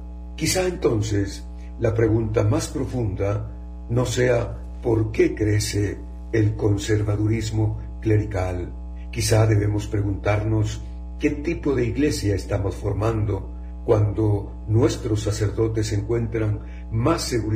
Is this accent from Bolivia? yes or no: no; Guatemala